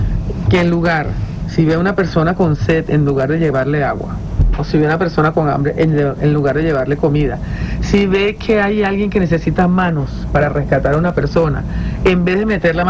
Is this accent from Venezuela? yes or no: yes; Venezuela; vamos a hablar como venezolanos.